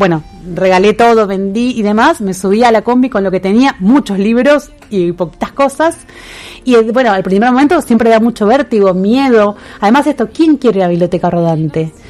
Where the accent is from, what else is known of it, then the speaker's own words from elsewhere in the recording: Argentina; somos del mismo país en este caso, porque yo por ahora estoy viajando por el país